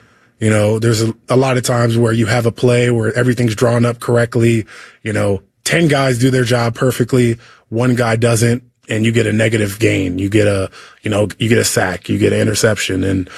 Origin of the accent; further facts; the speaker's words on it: Maryland, United States; I grew up in Maryland. We get some similar weather there.